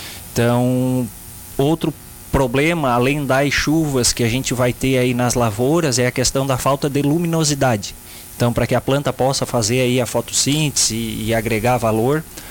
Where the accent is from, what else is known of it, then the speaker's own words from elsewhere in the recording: Brazil; como a gente é brasileiro